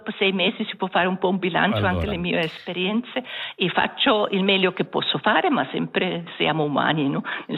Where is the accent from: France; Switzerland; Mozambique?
Switzerland; German-speaking Switzerland; Italian is a second language; moved away as an adult; also born or lived in Zurich; now in Lugano, Switzerland; io sono svizzera tedesca e posso lavorare qui a Lugano, e adesso 3 anni fa sono venuta